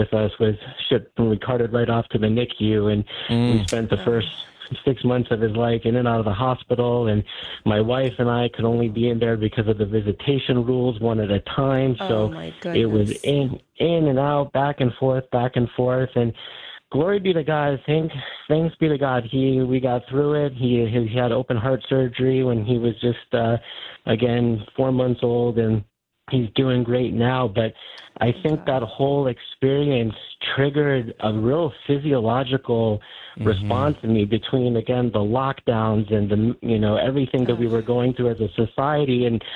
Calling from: Phoenix, Arizona, United States; I'm calling from Phoenix, Arizona

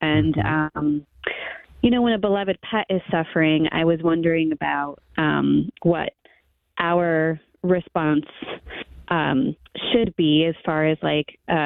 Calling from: Binghamton, New York, United States; Yeah, like the southern tier of New York, so the Binghamton area.

